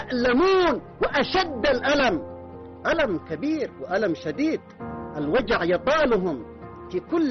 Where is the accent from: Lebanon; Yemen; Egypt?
Yemen